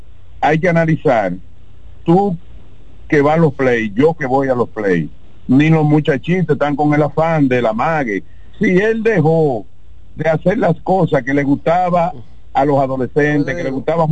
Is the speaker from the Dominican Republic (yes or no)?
yes; Dominican Republic; nosotros los dominicanos